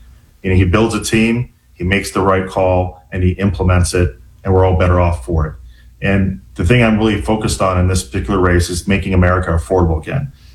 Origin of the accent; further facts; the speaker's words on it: Florida, United States; I grew up in Indian River County. I've been there since 1977. My parents still live in the house I grew up in.